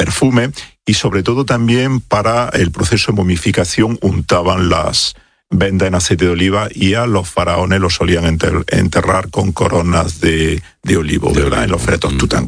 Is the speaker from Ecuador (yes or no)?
no; Jaén, Andalusia, Spain; botella de aceite de oliva de mi tierra de Jaén, y eso fue como poner una pica en Flandes.